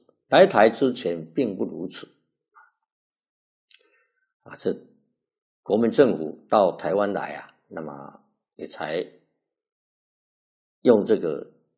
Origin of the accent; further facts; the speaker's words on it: China; 那我们中国人啊，那穿西装就不对了。